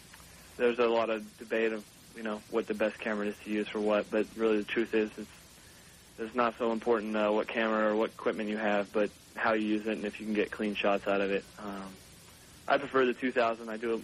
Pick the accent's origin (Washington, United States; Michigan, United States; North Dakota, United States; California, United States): California, United States; Sacramento; born there; also born or lived in Pennsylvania; I moved to Sacramento from Pennsylvania, and I was around 13 years old